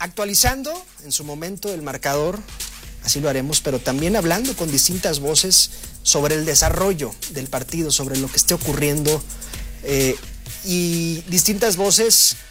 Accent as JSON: {"language": "Spanish", "town": "Culiacán", "region": "Sinaloa", "country": "Mexico", "tie": "born or raised there", "said": "en mi Culiacán, donde está preparada una... En mi ciudad natal, Culiacán."}